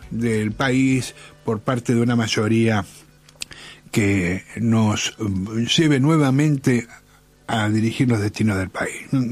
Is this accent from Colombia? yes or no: no; Buenos Aires, Argentina; Yo soy del barrio de Montserrat, del barrio del Mondongo.